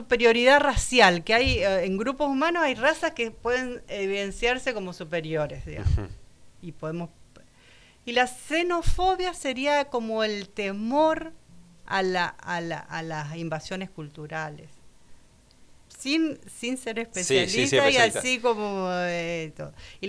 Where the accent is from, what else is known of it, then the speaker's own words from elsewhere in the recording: Buenos Aires, Argentina; perdón porque soy porteño